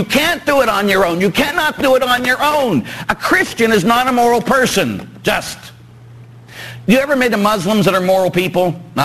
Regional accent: Pittsburgh, Pennsylvania, United States; of course I'm from Pittsburgh, as everybody knows, and both my parents were cops.

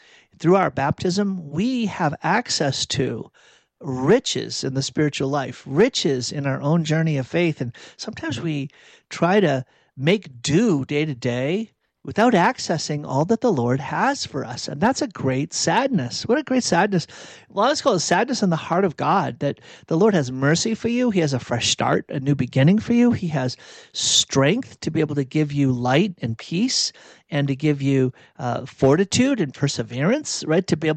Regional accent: Burlington, Massachusetts, United States; Let me go back to my growing up in Burlington, Massachusetts stories and connect that to your life of faith and mine as well.

